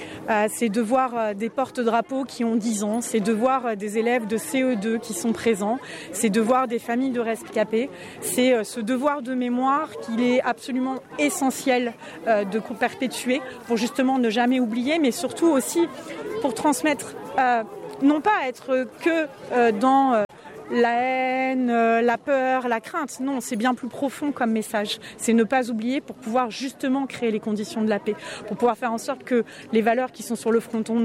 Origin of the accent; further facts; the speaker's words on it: Limoges, Nouvelle-Aquitaine, France; moved away; j'ai grandi à Limoges et forcément, grandir à Limoges, ça signifie un engagement pour la paix, pour la liberté, pour l'Europe, qui s'est transformé en engagement politique.